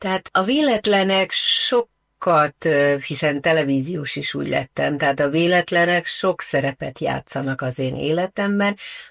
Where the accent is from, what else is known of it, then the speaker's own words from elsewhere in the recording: Tiszatenyő, Jász-Nagykun-Szolnok, Hungary; moved away as an adult; also born or lived in Szeged / Szentendre / Budapest; Szolnok, szülővárosom, de nem ott töltöttem a gyerekkoromat, hanem mellette egy nagyon kicsi faluban, Tiszatenyő a neve.